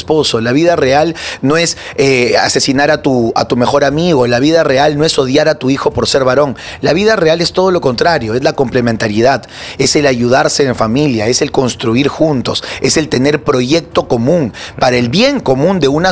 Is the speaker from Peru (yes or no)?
yes; Chanchamayo, Junín, Peru; Es de mi tierra, de Chanchamayo.